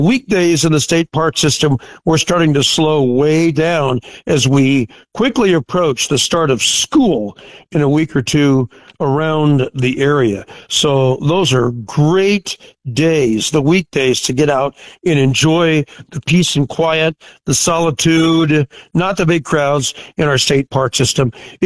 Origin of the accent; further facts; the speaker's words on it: Gretna, Nebraska, United States; born there; being the old farm boy that I am from the Gretna area